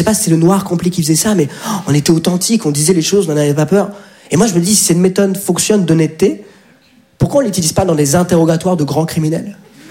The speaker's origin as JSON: {"language": "French", "country": "France", "said": "Je dis, mais papa, mais on est de France."}